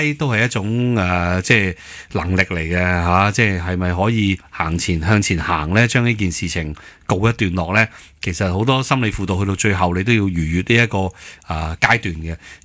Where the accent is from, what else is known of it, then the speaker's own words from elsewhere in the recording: China; 我哋中国人讲道家思想咧，就要有呢